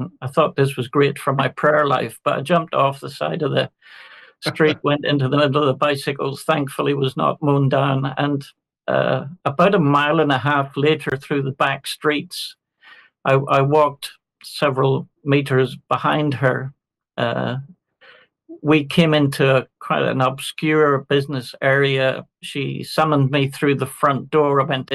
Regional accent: Glenavy, Northern Ireland, United Kingdom; I was born and brought up in Glenavian, County Antrim.

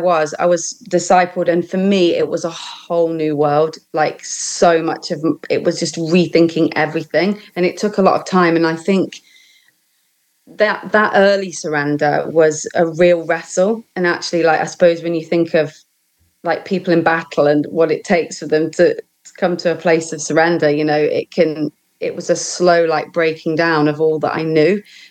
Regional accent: Nottingham, East Midlands, United Kingdom; also born or lived in Cornwall; now in Dunbar, United Kingdom; I'm from about the middle, Nottingham.

